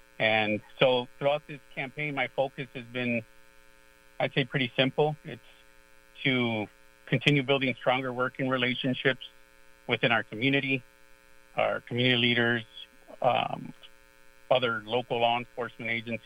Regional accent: Chicago, Illinois, United States; moved away as an adult; also born or lived in Guatemala City, Guatemala; now in Kenosha County, United States; I am one of your candidates running for sheriff. I was born in Guatemala City and raised in Chicago South Side, specifically Chicago's Gage Park neighborhood.

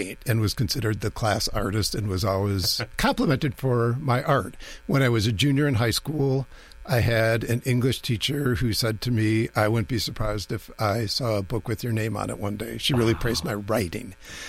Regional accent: Racine, Wisconsin, United States; I grew up in Racine, which is the home of Little Golden Books.

